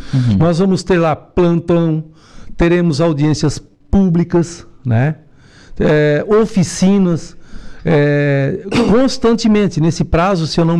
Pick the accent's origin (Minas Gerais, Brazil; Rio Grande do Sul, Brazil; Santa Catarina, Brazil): Santa Catarina, Brazil; Maracajá; also born or lived in Paraná; Eu nasci no Espigão da Pedra, logo pro Barro Vermelho. Fui até no Paraná, mas voltamos. Rapidinho, estamos aí em nosso Maracajá.